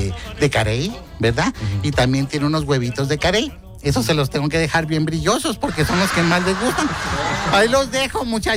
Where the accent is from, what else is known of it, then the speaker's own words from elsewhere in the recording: General Zuazua, Nuevo León, Mexico; Ella es de Gualahuises, porque yo soy de Gualahuises, ¿verdad?